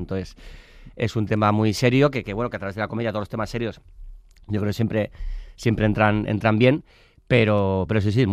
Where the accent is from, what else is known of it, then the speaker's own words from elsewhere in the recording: Basque Country, Spain; Soy vasco, sí, todos los rodajes, ¡ay, qué frío! Pero si eres vasco, si eres del norte, que soy tan vasco como friolero